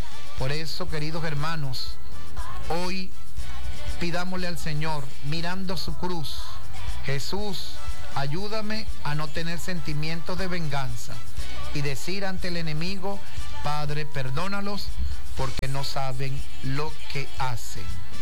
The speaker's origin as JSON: {"language": "Spanish", "country": "Venezuela", "said": "como somos los venezolanos"}